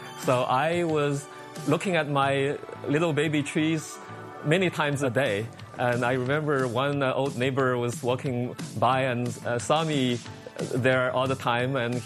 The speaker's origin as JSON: {"language": "English", "region": "Zhejiang", "country": "China", "second_language": "English", "moved": "yes", "lives_now": "Fremont, United States", "said": "I came from Zhejiang province, which is the number one yangmei producing province in China. As a child, my mom introduced me to this wonderful fruit, and I loved it. And I came here, and I forgot about it."}